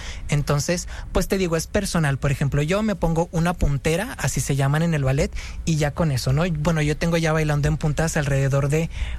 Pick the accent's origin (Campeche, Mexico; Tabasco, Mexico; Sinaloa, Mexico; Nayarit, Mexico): Sinaloa, Mexico; Culiacán; Sí, es complicado, ¿no? Y también en una cultura del norte, bueno, les digo, yo soy